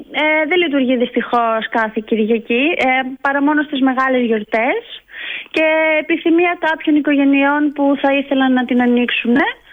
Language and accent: Greek; Gravia, Central Greece, Greece; Όχι, γεννήθηκα στη Γραβιά, μεγάλωσα στη Γραβιά, και μετά από 6 χρόνια που έφυγα για σπουδές και για δουλειά, ξαναγύρισα πάλι εδώ, στον τόπο μου.